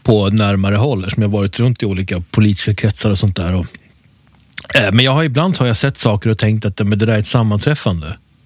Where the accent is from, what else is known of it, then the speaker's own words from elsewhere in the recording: Uppsala, Uppsala County, Sweden; jag är född och uppvuxen i Uppsala